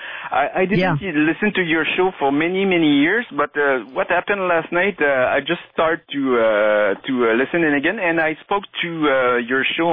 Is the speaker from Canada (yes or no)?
yes; Quebec, Canada; accent: French; English is a second language; For my French accent. I'm from Quebec.